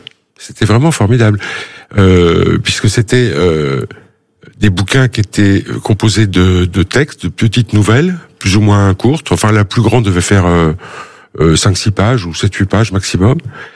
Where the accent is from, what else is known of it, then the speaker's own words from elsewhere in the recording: Saint-Dié-des-Vosges, Grand Est, France; born there; also born or lived in Courbevoie; Alors non, c'était à Saint-Dié, mais c'est pas loin. C'est la décentralisation. Je suis né à Courbevoie, mon père était de Courbevoie aussi.